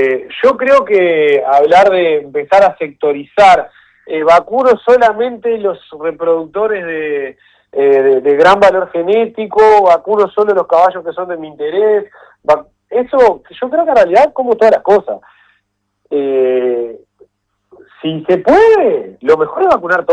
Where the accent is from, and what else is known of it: Uruguay